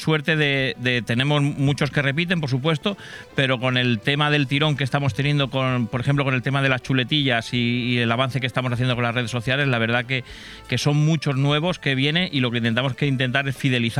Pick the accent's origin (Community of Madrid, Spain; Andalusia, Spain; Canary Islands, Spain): Andalusia, Spain; Huéscar; moved away; de mi tierra, de Huescar, de Granada